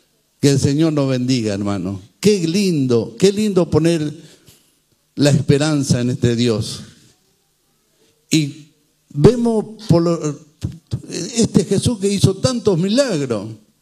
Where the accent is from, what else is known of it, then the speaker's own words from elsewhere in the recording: Chaco, Argentina; nosotros somos del Chaco